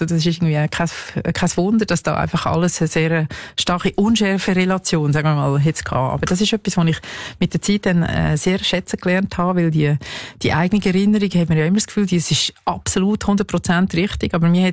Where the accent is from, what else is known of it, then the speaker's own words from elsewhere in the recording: Switzerland; in meinem Geburtsort Schweiz, wo ich aufgewachsen bin